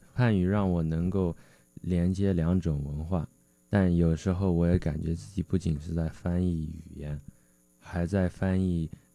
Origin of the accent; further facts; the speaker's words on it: United States; 作为华裔美国人，我的身份并不是单一的，它会根据不同的情景而变化。